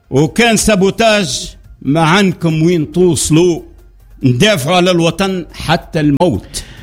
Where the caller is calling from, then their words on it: Tunisia; عندنا في تونس